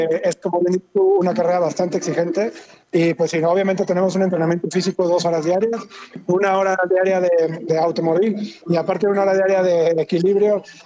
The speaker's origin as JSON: {"language": "Spanish", "region": "San Luis Potosí", "country": "Mexico", "tie": "born or raised there", "said": "pasamos por mi ciudad natal que es San Luis Potosí, así es que estoy muy contento de pasar por ahí porque la gente nos trata muy bien."}